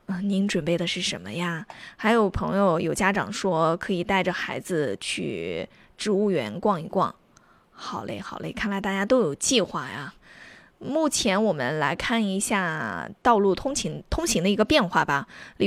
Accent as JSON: {"language": "Chinese", "region": "Xinjiang", "country": "China"}